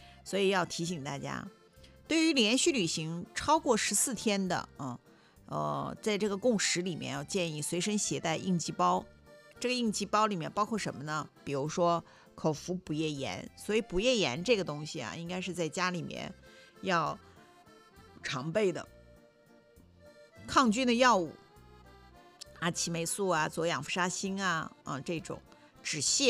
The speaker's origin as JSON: {"language": "Chinese", "region": "Qinghai", "country": "China", "tie": "born or raised there", "moved": "yes", "said": "就比如说你要上我的家乡青海啊、新疆啊"}